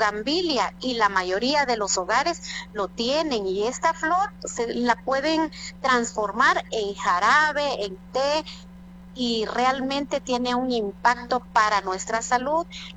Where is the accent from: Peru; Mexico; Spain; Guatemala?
Guatemala; Santiago Atitlán, Sololá; yo vengo de Santiago Atitlán.